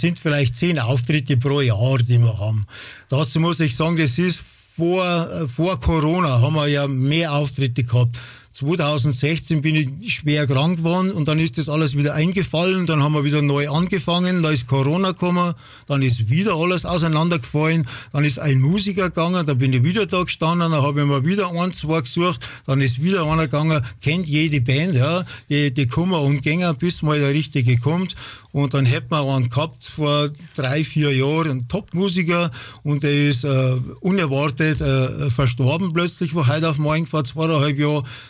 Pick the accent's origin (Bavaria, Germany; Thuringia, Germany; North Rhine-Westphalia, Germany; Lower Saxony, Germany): Bavaria, Germany; Ich liebe meine Heimat und ich wollte auch einen Namen aus meiner Heimat haben. … es kommt von der Holledau. Wir sagen Holledau